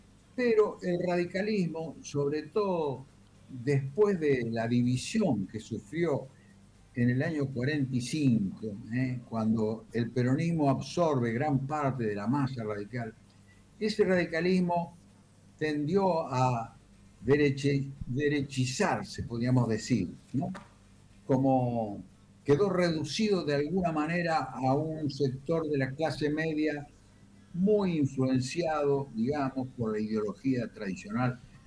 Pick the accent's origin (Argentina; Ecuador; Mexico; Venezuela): Argentina; nosotros somos argentinos, y no españoles ni europeos, ni israelíes o norteamericanos